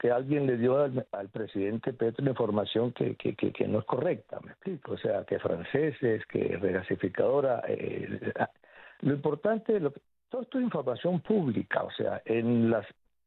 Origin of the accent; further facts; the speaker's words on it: Colombia; como soy colombiano y quiero a mi país y quiero que el país siga progresando